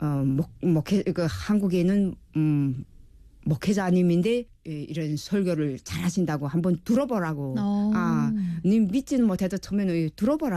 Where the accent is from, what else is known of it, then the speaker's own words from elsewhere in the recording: North Korea; 아 저도 아 우리도 같은 탈북자이고 같은 이방민인데